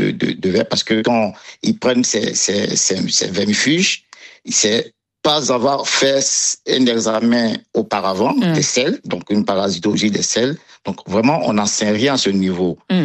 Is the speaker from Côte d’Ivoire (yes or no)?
yes; Côte d’Ivoire; chez nous, en Afrique, aussi en Côte d'Ivoire